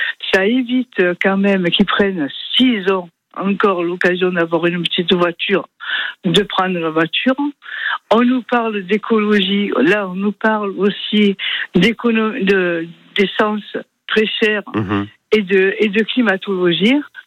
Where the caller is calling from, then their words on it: Marseille, Provence-Alpes-Côte d'Azur, France; je suis à Marseille dans le 5e arrondissement.